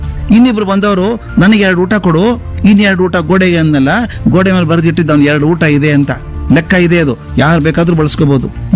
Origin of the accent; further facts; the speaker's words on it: Bijapur district, Karnataka, India; born there; moved away; ನಮ್ಮ ಹಳ್ಳಿಯಲ್ಲಿ ಮಾಡ್ತಾ ಇದ್ವಿ ಸ್ವಾಮಿ ನಾವು, ಮುತ್ತುಗದೆಲೆ ಹಚ್ಚಬೇಕು. ನಮ್ಮ ಅಜ್ಜ ದೊಡ್ಡ ಜಮೀನ್ದಾರ, ರೈತರು ತಂದು ಹಾಕ್ಬೇಕು ನಮ್ಮ ಮನೆಯಲ್ಲಿ, ಈ ಮುತ್ತುಗದೆಲೆ ತಂದು ಹಾಕ್ಬೇಕು. ಊಟ ಎಲ್ಲ ಮುತ್ತುಗದೆಲೆಯಲ್ಲಿ ಮಾಡ್ಬೇಕು. ಬಾಳೆ ಎಲ್ಲ ಸಿಗಲ್ಲ ಅಲ್ಲಿ ಬಿಜಾಪುರ ಜಿಲ್ಲೆಯಲ್ಲಿ.